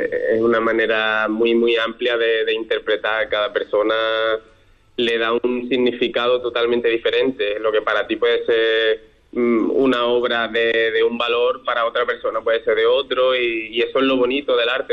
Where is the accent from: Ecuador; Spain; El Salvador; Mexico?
Spain; Ayamonte, Andalusia; Sí, a ver, yo soy de Ayamonte